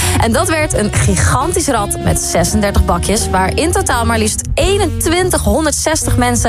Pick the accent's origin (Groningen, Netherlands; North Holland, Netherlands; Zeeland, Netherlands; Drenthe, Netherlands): Zeeland, Netherlands; Nou, ik heb hier dus wel een beetje moeite mee als Zeeuw. Ik ben Zeeuw, maar dit vind ik toch lastig te verstaan.